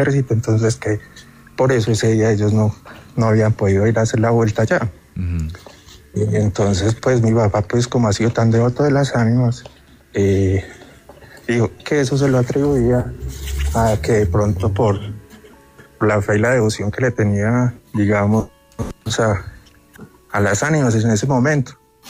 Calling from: Pereira, Risaralda, Colombia; Me comunico desde acá, desde Pereira, Risaralda

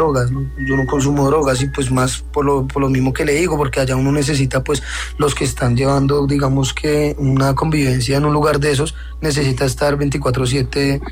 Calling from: Bogotá, Colombia; como uno está en Bogotá, pues los que digamos que manejamos ahí la convivencia, pues somos personas de Bogotá

